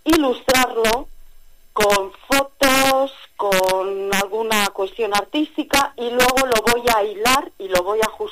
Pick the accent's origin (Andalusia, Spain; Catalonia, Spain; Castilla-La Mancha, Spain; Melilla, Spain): Castilla-La Mancha, Spain; Lagartera; tenemos un concierto en Lagartera de Zarzuela, Lagartera, lo de Lagarterana, somos, venimos todos de Lagartera